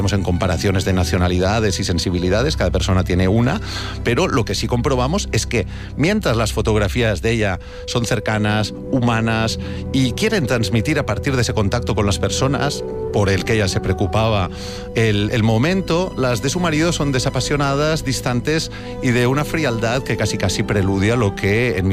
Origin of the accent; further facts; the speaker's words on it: Spain; Nosotros, como españoles, muchas veces miramos, si es que la miramos hoy en día, que es algo que dudo, miramos a Francia con envidia